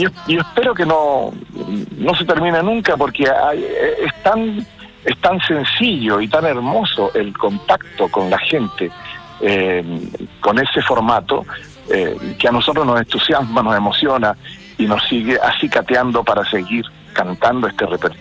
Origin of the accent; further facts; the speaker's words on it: Santiago, Santiago Metropolitan Region, Chile; moved away as an adult; now in Horcón, Chile; Santiago, que es mi ciudad natal. Yo soy nacido y mal criado en Santiago.